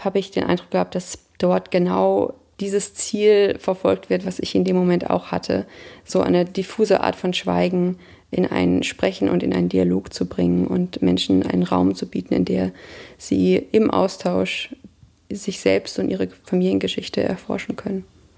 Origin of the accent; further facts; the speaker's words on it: Germany; bin ich als Deutsche in so einer deutschen Position sozusagen mit israelischen Menschen in Kontakt gekommen